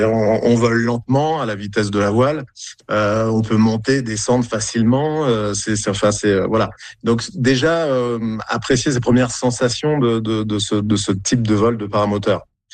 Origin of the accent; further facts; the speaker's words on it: France; moved away as an adult; now in Yukon, Canada; Alors moi, donc je suis français. Moi, ça fait depuis 16 ans que je fais du paramoteur. Et puis, ça fait 4 ans et demi que je suis dans le Yukon.